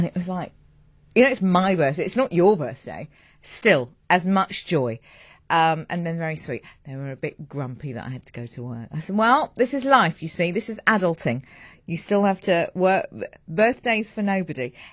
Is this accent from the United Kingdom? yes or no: yes; United Kingdom; also born or lived in Johannesburg, South Africa; I grew up in the UK